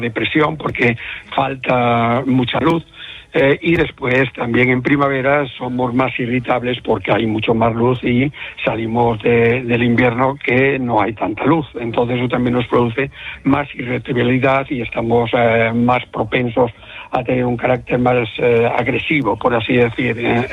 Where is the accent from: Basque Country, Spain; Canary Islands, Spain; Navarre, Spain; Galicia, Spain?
Galicia, Spain; Como buen gallego voy allí.